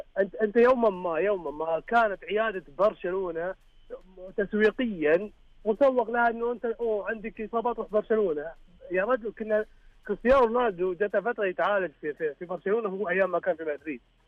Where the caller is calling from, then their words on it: Al-Ahsa, Eastern Province, Saudi Arabia; انا حساوي